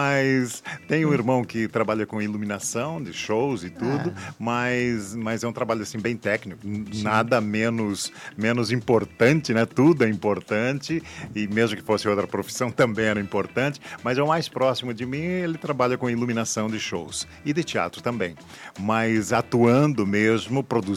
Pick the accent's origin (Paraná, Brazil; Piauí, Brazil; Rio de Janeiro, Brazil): Paraná, Brazil; Lapa; born there; moved away; eu vim da Lapa. Eu criava porco, criava galinha, plantava milho e abóbora com meu pai.